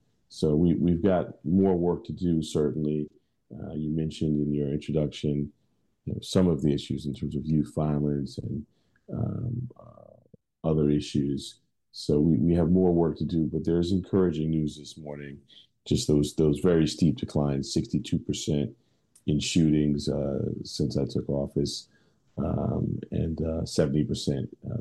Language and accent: English; New York, United States; I grew up in Harlem, which is, been no stranger to gun violence